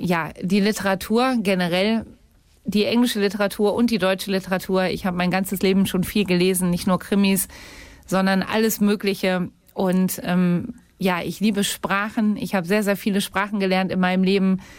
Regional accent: Minden, North Rhine-Westphalia, Germany; Im Endeffekt ist Minden aber meine Heimat und hier lebt meine ganze Familie, meine Eltern. Und ich liebe diese Stadt.

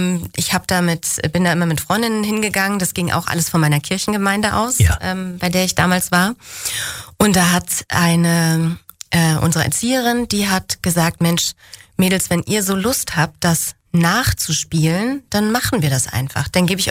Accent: Spandau, Berlin, Germany; als ich in Potsdam studiert habe und ich dann gesagt habe, dass ich aus Spandau komme und dann hieß es so, oh, ist aber was ganz Besonderes hier.

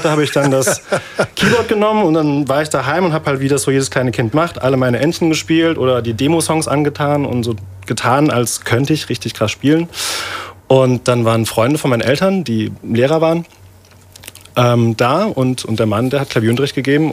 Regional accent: Birkenheide, Rhineland-Palatinate, Germany; In der Pfalz nennen wir das Kerbe. Und die gibt es bei uns in Birkenheit auch einmal im Jahr.

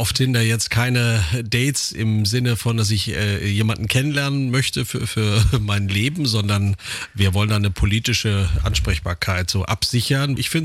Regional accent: Rostock, Mecklenburg-Vorpommern, Germany; Rostock, meine Heimatstadt und Geburtsstadt, richtig.

